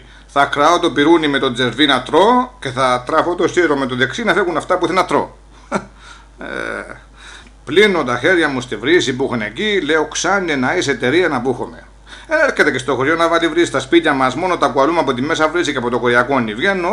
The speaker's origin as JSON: {"language": "Greek", "town": "Olympos", "region": "South Aegean", "country": "Greece"}